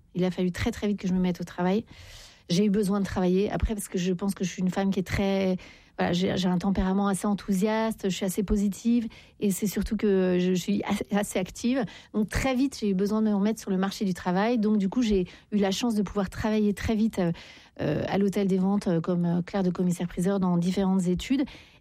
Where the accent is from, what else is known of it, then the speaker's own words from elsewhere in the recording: Paris, Île-de-France, France; Parfois vous savez, moi je suis parisienne, on râle beaucoup, les gens sont pas sympas parfois dans le métro.